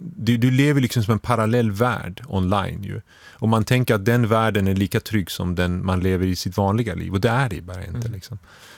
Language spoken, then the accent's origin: Swedish; Sweden; vi har i Sverige